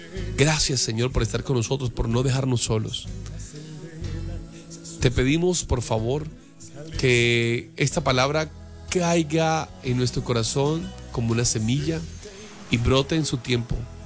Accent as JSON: {"language": "Spanish", "region": "Valle del Cauca", "country": "Colombia", "said": "Me interpretaron mal porque yo soy del Valle y en el Valle hablamos así, y en el Tolima hablan diferente"}